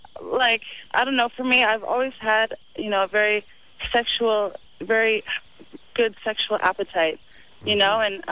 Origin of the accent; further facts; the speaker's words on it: Alaska, United States; Yeah, we're in Utah right now, and we're going back. I'm from Alaska.